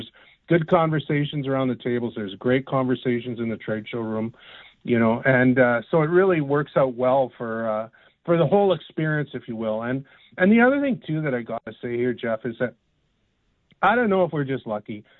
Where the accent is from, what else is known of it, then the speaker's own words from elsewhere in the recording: Canada; But other than that, I mean, we're Canadian across the board.